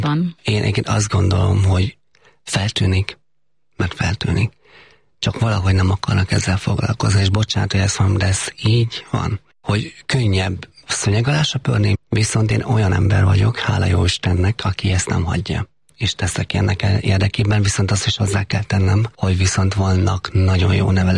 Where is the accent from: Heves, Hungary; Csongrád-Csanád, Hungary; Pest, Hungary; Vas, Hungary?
Heves, Hungary; Ugye Heves megyében nőttem föl. Az ottani rokonok vették meg a legtöbben.